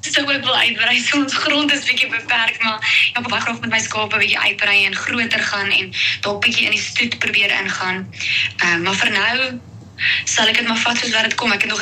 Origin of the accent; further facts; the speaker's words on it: Klerksdorp, North West, South Africa; now in George, South Africa; So ek kom oorspronklik van Klerksdorp van Noordwes. Ek het in 2022 skies het ek hiernatoe getrek, George toe, om presies te wees.